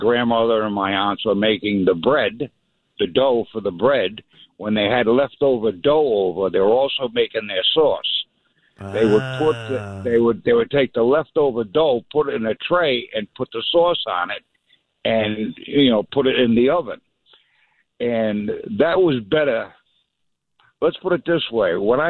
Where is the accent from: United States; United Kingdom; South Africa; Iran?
United States; Providence, Rhode Island; now in East Providence, United States; I grew up in Federal Heights, what is Federal Hill today